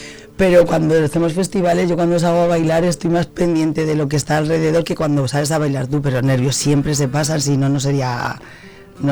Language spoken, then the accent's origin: Spanish; Zaragoza, Aragon, Spain; moved away as an adult; De Zaragoza. Uh-huh. Allí nació mi niña.